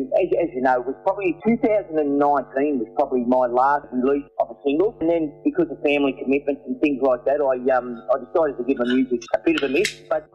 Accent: Australia; born there; I am reaching 60 and I was born here in Australia.

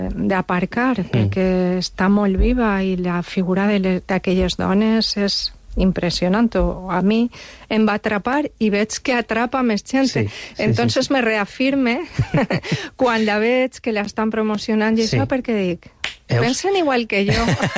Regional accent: Xàtiva, Valencian Community, Spain; Soc de Xàtiva i ho dic aixina perquè perquè és que aixina com poso en el balconet este de, del Beiberet, Xàtiva enamora

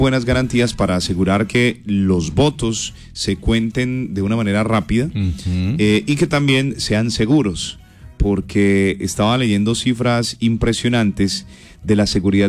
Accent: Colombia; desde nuestro país

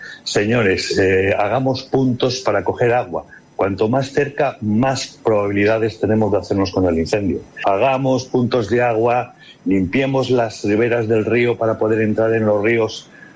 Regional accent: Ponferrada, Castile and León, Spain; yo soy de Ponferrada

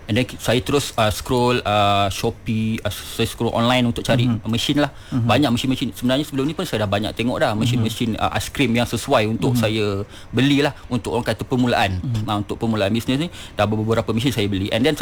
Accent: Selangor, Malaysia; Saya berasal dari Sungai lah. Berasal daripada area Selangor.

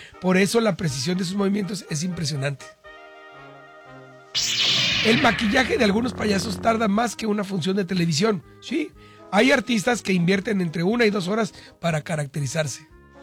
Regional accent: Tijuana, Baja California, Mexico; El primer circo que recuerdo haber visto fue aquí en Tijuana, obviamente, porque yo soy tijuanense, pero era un circo que llegaba a mi colonia.

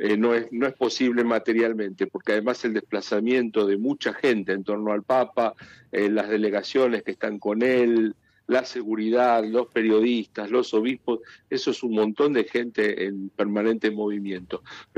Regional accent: Argentina; de nuestra vida como argentinos, también con los hermanos uruguayos y peruanos.

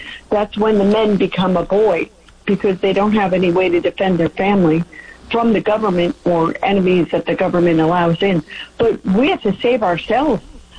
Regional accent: San Diego, California, United States; I'm from San Diego.

